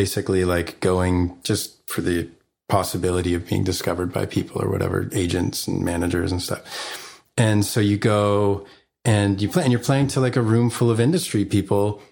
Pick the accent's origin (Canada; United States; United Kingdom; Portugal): Canada; Vancouver, British Columbia; I'm from Vancouver